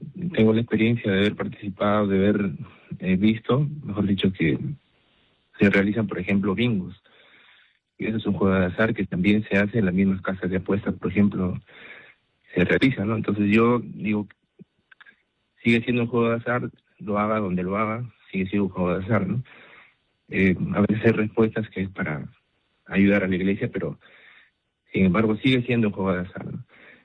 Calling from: Trujillo, La Libertad, Peru; De Trujillo … de Trujillo.

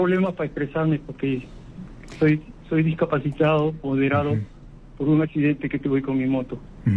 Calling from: Lima, Peru; Soy un abuelo de base 7. Quería saludar a... … de Jesús María.

